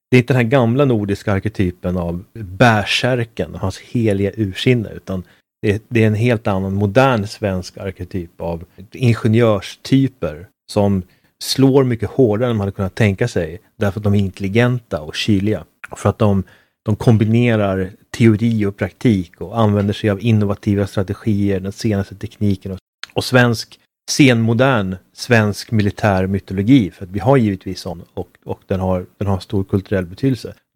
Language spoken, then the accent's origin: Swedish; Sweden; som svensk